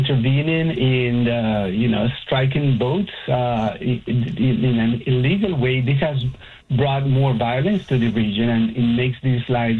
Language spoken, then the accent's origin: English; Caribbean region, Nicaragua; I'm myself Nicaraguan, but I'm from the Caribbean region of the country.